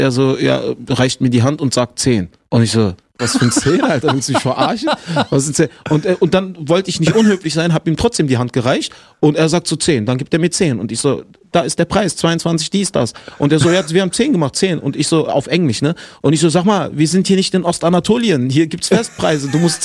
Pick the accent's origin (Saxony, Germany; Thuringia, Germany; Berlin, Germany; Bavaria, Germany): Berlin, Germany; Geboren, aufgewachsen in Berlin.